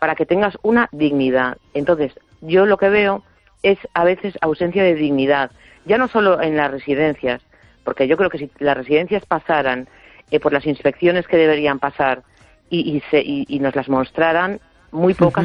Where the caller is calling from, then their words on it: A Coruña, Galicia, Spain; de La Coruña.